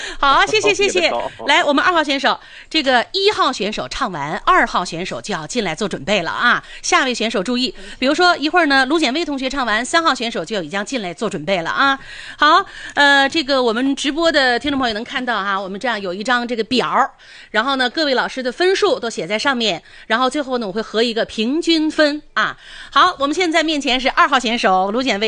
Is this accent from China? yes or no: yes; Northeast China, China